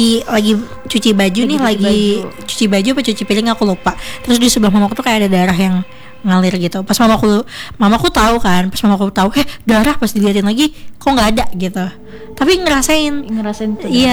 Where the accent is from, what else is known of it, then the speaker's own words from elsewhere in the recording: Sampit, Central Kalimantan, Indonesia; moved away; also born or lived in Banjarmasin; karena aku besar di sana, aku lebih ngerasa kampung halamanku tuh di Sampit daripada di Banjarmasin.